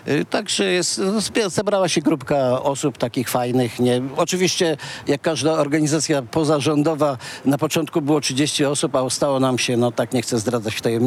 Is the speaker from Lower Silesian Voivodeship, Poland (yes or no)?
yes; Gryfów Śląski, Lower Silesian Voivodeship, Poland; urodziłem się w Gryfowie Śląskim na porodówce